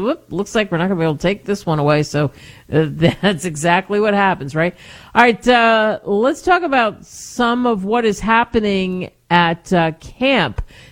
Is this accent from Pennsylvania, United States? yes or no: yes; Philadelphia, Pennsylvania, United States; I'm from Philly.